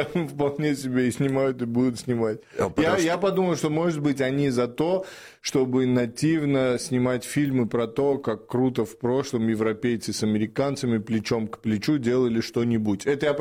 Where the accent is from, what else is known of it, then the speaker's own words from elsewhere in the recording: Russia; я вырос в России, в русской культуре